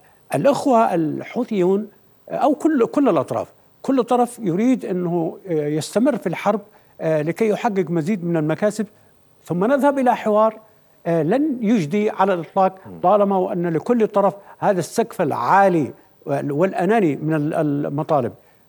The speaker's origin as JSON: {"language": "Arabic", "country": "Yemen", "tie": "born or raised there", "also_born_or_lived": "Aden / Sanaa / Taiz", "said": "أفكر باليمن الذي ولدت ونشأت فيه على قيم العدالة والمساواة والأخوة. أنا نصف أهلي كانوا في الجنوب في عدن، ونصفهم في صنعاء. أنا عشت في تعز"}